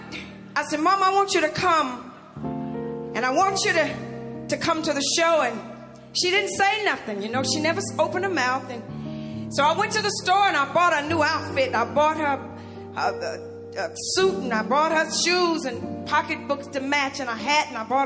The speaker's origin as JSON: {"language": "English", "town": "Huntsville", "region": "Alabama", "country": "United States", "tie": "born or raised there", "said": "I was born in Alabama, in Huntsville, Alabama. My mother was a Christian. My father was an alcoholic and a gambler. We were raised on the barest of necessities."}